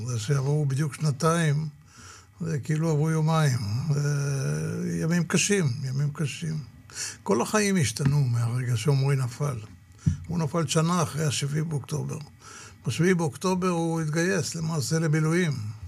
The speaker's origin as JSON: {"language": "Hebrew", "town": "Tel Aviv", "region": "Tel Aviv District", "country": "Israel", "tie": "born or raised there", "also_born_or_lived": "Golan Heights", "said": "באנו לשם, אני גרתי בתל אביב, נולדתי בתל אביב, ובאנו לשם כי זה היה צו השעה."}